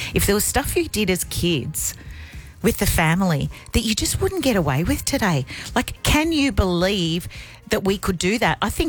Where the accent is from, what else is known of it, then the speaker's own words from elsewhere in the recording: Sydney, New South Wales, Australia; where we grew up in Southwest Sydney